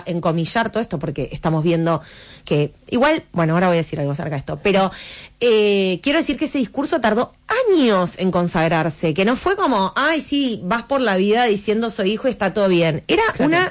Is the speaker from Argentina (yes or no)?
yes; Adrogué, Buenos Aires Province, Argentina; born there; Yo vivía en Adrogué.